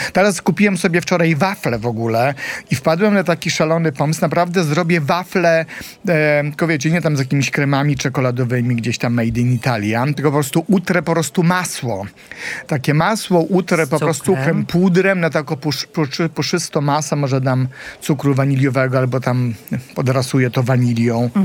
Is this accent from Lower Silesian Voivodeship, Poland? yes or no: no; Grajewo, Podlaskie Voivodeship, Poland; Ja pochodzę, jak państwo wiecie, a jak nie wiecie, to się dowiecie, ja pochodzę z Podlasia, czyli z Grajewa, czyli tam, gdzie robią te mleko łaciate i te masło łaciate